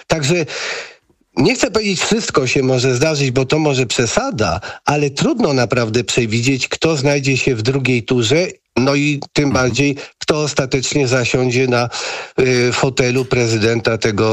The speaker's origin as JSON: {"language": "Polish", "town": "Kraków", "region": "Lesser Poland", "country": "Poland", "tie": "born there", "said": "Mówię to jako urodzony krakowianin, którego los tego wspaniałego miasta leży mi na sercu."}